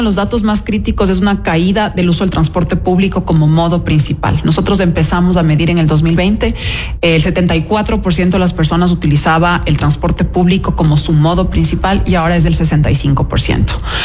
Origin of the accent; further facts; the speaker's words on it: Quito, Pichincha, Ecuador; como quiteños y quiteñas